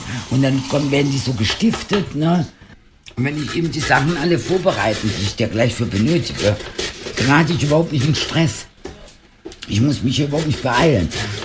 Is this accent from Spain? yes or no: yes; Spain; Aber es wäre, glaube ich, als Spanierin auch schwierig zu sagen, man mag keine Oliven.